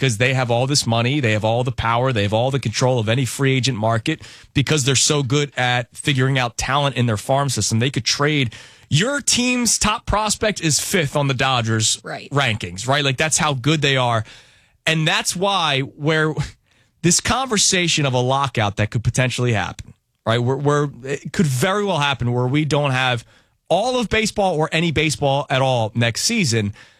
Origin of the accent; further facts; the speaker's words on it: Philadelphia, Pennsylvania, United States; I'm from Philadelphia, so I know a lot of people that went to that event.